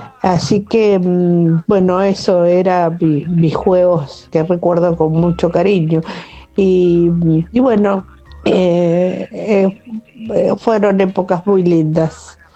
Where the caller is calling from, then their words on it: Buenos Aires, Argentina; de Villurquiza.